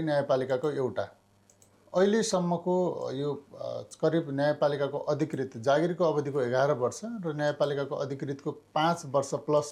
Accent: Jajarkot, Karnali Province, Nepal; born there; now in Nepalgunj, Nepal; म खास गरी जाजरकोट मेरो जन्मस्थान हो।

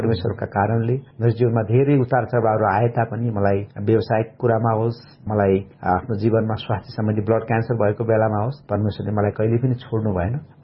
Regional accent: Birendranagar, Karnali Province, Nepal; now in Kathmandu, Nepal; मेरो खास मेरो ओरिजन सुर्खेत जिल्ला वीरेन्द्र नगरपालिका वार्ड नम्बर 10 पर्छ। मेरो बाल्यकाल त्यहीँ सुर्खेतमै बित्यो र पढाइको सिलसिलामा अनि म काठमाडौँतिर आएँ।

